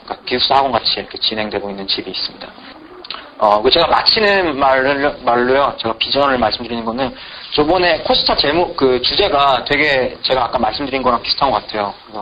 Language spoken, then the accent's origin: Korean; North Korea; now in United States